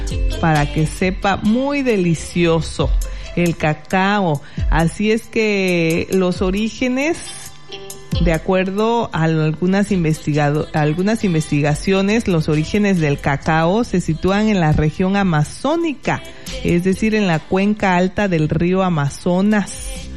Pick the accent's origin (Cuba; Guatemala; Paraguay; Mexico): Mexico; Soconusco, Chiapas; moved away; hacia la zona Soconusco, de donde vengo, hay mucho cacao.